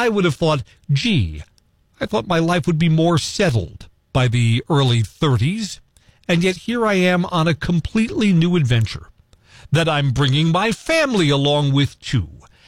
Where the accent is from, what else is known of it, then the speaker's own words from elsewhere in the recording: Fairfield, Connecticut, United States; also born or lived in Brooklyn; home in Fairfield, Connecticut. That's the place that my family moved to when I was in middle school. We moved from Brooklyn to Fairfield.